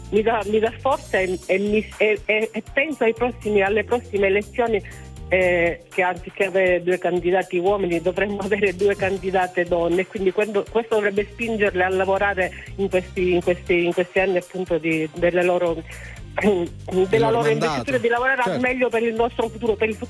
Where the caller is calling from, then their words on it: Polizzi Generosa, Sicily, Italy; sono di Polizia Generosa, provincia di Palermo, Sicilia. Ieri si sono stimate le elezioni nel nostro paese, che è una piccola comunità di 2500 abitanti.